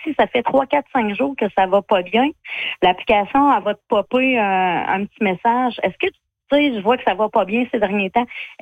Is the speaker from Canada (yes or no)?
yes; La Pocatière, Quebec, Canada; Dans le fond, moi, je viens du Bas-Saint-Laurent, la Pocatière, très agricole. Donc, mes grands-parents avaient une ferme. Tout le monde avait des fermes, mes oncles et tout.